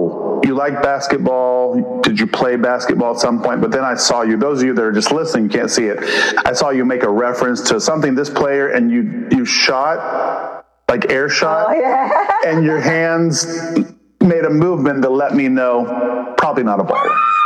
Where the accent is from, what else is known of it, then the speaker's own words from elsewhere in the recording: the South, United States; also born or lived in Pennsylvania; now in Savannah, United States; I grew up in the South. I've been in the South pretty much my whole life.